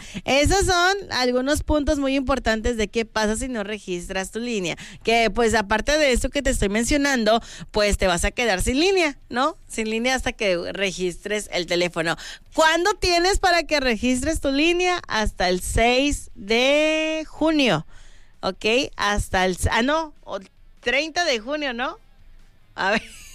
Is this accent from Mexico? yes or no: yes; Mexico; estamos esperando, como buenos mexicanos, siempre a la última hora.